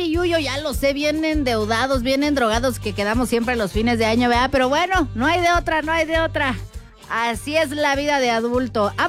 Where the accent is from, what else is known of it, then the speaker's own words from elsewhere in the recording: Mexico; uno anda ahí a las carreras, como todo mexicano, dejando las cosas pa'l final.